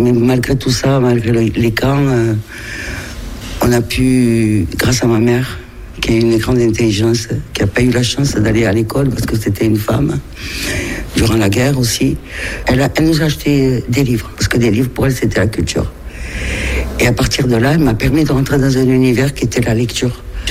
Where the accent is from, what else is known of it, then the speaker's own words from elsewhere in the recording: Montauban, Occitanie, France; born there; Je suis née à Montauban, rue de la Résistance, en plein centre-ville, là, juste à côté.